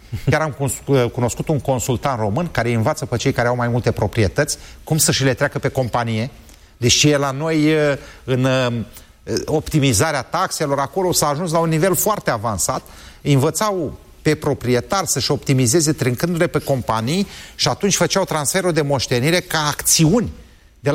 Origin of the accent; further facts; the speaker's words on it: Slobozia, Ialomița County, Romania; Bine, dar eu sunt din Slobozia și n-am 3 ani, că nu știa.